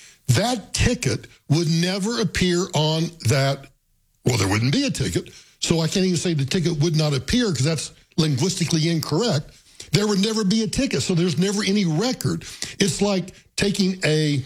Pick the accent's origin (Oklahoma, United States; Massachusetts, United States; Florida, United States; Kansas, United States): Oklahoma, United States; Texas County; moved away; down in my hometown, down in it's Texas County, Oklahoma, which is the county that I grew up in Oklahoma.